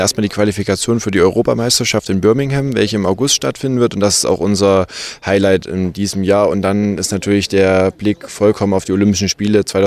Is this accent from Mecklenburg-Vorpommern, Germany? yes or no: no; Gelenau, Saxony, Germany; Ja, es ist ja jetzt der Gelenauer Werfertag. Also es ist jetzt der Werfertag genau in meinem Heimatort.